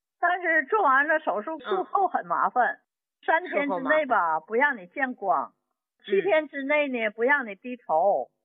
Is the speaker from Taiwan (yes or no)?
no; Shenyang, Liaoning, China; 啊，我是沈阳的。